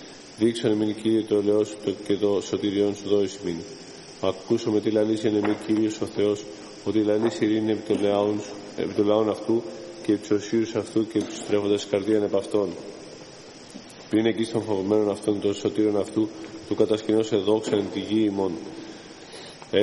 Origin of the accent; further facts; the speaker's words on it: Monemvasia, Peloponnese, Greece; born there; Και εγώ είμαι από τη Μονεβασιά, η καταγωγή μου. Εκεί γεννήθηκα.